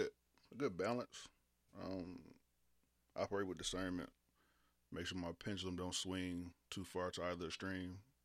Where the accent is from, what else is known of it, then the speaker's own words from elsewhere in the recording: Detroit, Michigan, United States; moved away as an adult; now in Illinois, United States; I'm originally from Michigan.